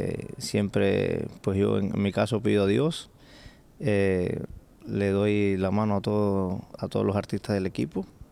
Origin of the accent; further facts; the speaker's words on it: Tenerife, Canary Islands, Spain; soy acróbata. Como dijo Raúl, actualmente subcampeón de Got Talent en España, y vengo desde Tenerife.